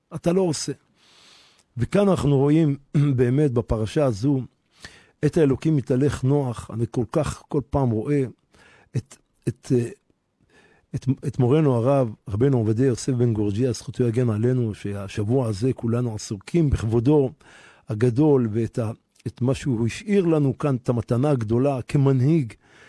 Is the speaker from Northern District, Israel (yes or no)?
no; Jerusalem, Jerusalem District, Israel; אני גדלתי בשכונת בוחרים, פה בירושלים